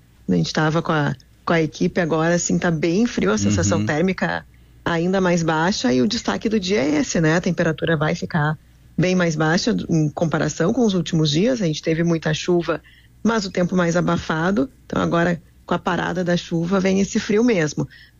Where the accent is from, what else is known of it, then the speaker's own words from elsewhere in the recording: Porto Alegre, Rio Grande do Sul, Brazil; Eu sou daqui mesmo, sou de Porto Alegre.